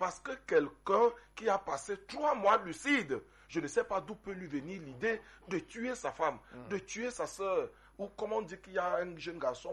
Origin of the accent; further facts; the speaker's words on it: Souza, Littoral, Cameroon; Je suis né à Souza, j'ai grandi à Souza. Mes parents sont de Souza.